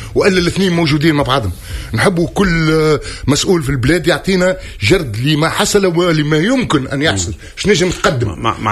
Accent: Tunisia; وضع الصيف اللي عديناه كتونسيين

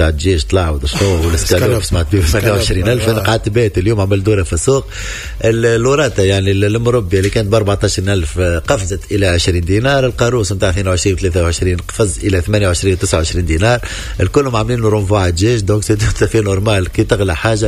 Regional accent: Tunisia; اللي عندنا في تونس

